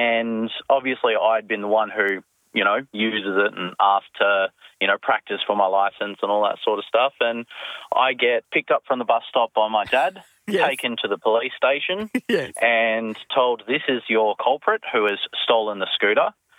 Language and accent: English; Bridgetown, Western Australia, Australia; now in Allanbrook, Australia; I grew up in Bridgetown, did my high schooling down there